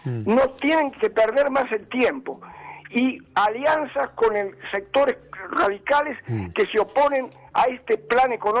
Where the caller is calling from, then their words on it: Buenos Aires, Argentina; me llamo de Parque Chacabuco.